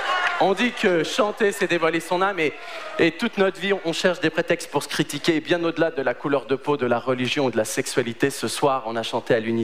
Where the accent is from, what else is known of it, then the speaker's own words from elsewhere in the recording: Paris, Île-de-France, France; Je leur ai dit bonjour, je suis de Paris, comment ça se passe?